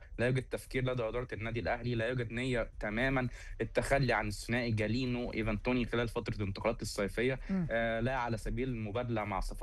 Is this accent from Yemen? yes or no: no; Egypt; أنا مصري وصحفي مصري،